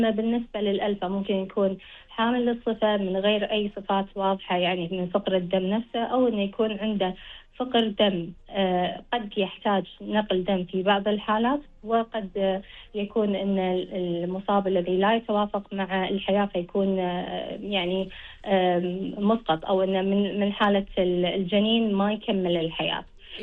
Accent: Kuwait; عندنا في الكويت

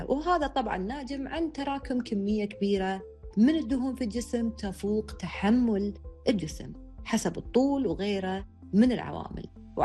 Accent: Kuwait; إحنا عندنا بالكويت

